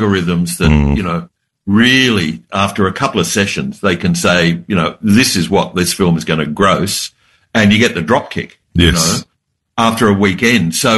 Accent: Melbourne, Victoria, Australia; And I grew up in Thornbury

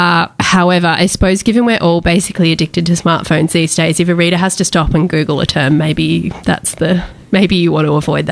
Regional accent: Mount Eliza, Victoria, Australia; also born or lived in Seaford, Victoria; I grew up sort of in Seaford and then in Mount Eliza on the Mornington Peninsula between those two places when my parents split up.

